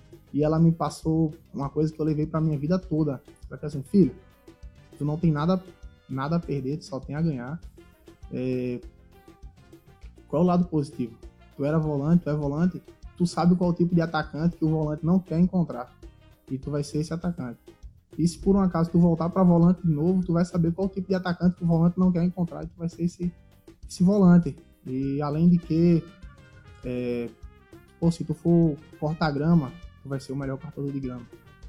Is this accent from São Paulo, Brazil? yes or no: no; Recife, Pernambuco, Brazil; Assim, sou natural de Recife, né? Sou natural de Pernambuco.